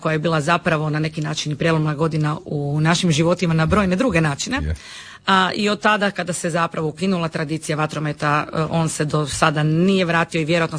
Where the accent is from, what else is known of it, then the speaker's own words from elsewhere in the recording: Pula, Istria County, Croatia; Ja sam odrasla u Puli uz pulski vatromet i nama je vatromet bio jedino što je, što je važno.